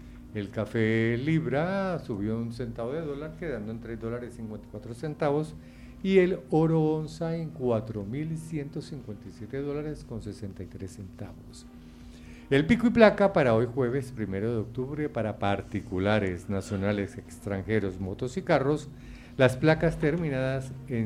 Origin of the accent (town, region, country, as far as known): Norte de Santander, Colombia